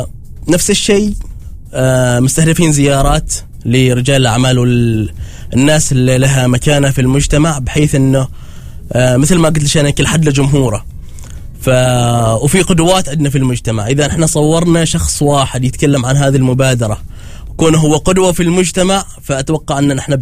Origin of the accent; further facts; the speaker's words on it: Oman; نحن كمجتمع عماني